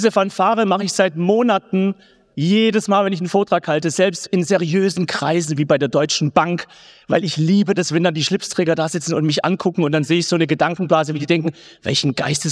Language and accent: German; Baden-Württemberg, Germany; Schwaben hier vielleicht zufällig? Ja, ich bin selber Schwabe.